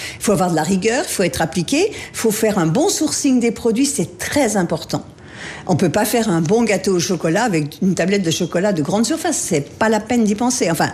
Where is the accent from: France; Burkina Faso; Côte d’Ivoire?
France; Auvergne-Rhône-Alpes; je suis savoyarde